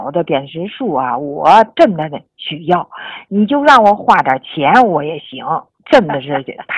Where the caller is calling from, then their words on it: Wuqing District, Tianjin, China; 我是来自天津武清区的， … 、嗯、今年啊78了